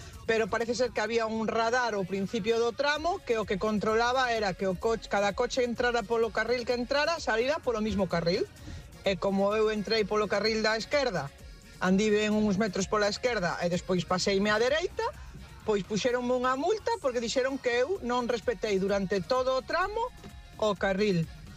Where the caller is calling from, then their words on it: Gondomar, Galicia, Spain; de Gondomar.